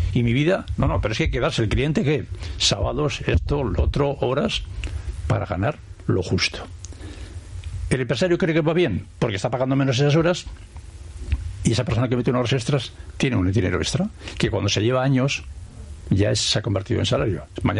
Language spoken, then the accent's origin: Spanish; Sopuerta, Basque Country, Spain; y soy de Sopuerta, no soy del centro de Bilbao.